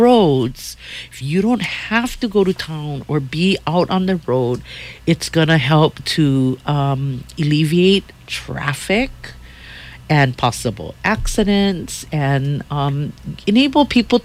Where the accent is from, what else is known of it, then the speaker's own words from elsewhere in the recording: Hawaii, United States; for us that born and raised in Hawaii, we live here a long, long, long time.